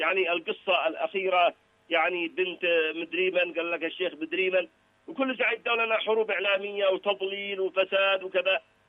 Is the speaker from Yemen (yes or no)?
yes; Yemen; وإحنا كشعب يمني هكذا نقول